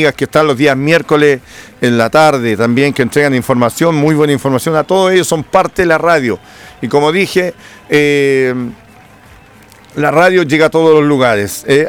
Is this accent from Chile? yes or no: yes; Chile; seguimos siendo chilenos